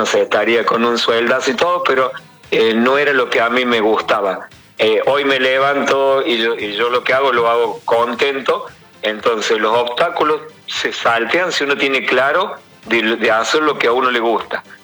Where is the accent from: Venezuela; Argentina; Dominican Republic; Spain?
Argentina; nosotros como argentinos